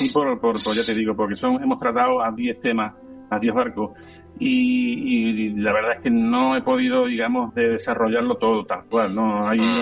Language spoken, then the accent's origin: Spanish; Cádiz, Andalusia, Spain; yo soy de Cádiz, pero muchas veces me escucháis y me cambia la.